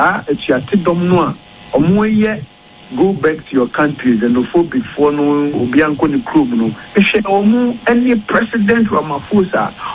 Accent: Ghana; I personally, as a Ghanaian, I am not happy with the things that are happening.

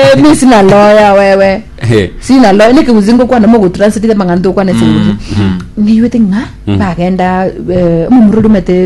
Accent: Kenya; born there; I was born in Africa in Kenya specifically

